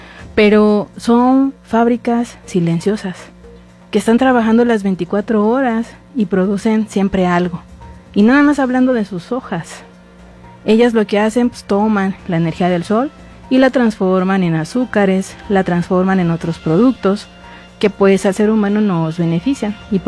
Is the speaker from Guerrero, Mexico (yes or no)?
yes; Acapulco, Guerrero, Mexico; moved away as an adult; Yo soy originaria de Acapulco, del puerto de Acapulco, allá en Guerrero.